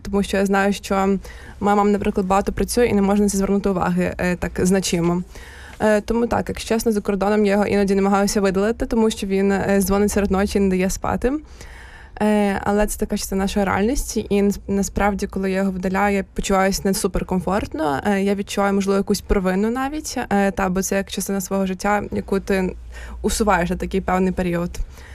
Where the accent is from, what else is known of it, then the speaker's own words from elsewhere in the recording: Ivano-Frankivsk, Ivano-Frankivsk Oblast, Ukraine; Насправді я сама родом з Івано-Франківська.